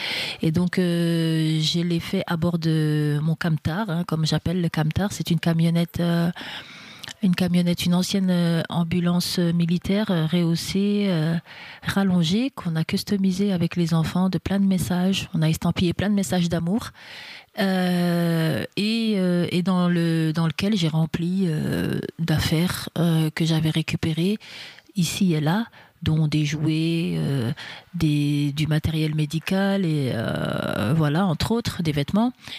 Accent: Remiremont, Grand Est, France; je suis née à Remiremont, donc je suis une fille des Vosges, hein

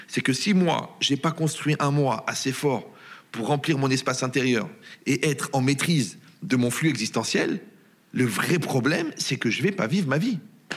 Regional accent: Algeria; born there; je suis né en Algérie

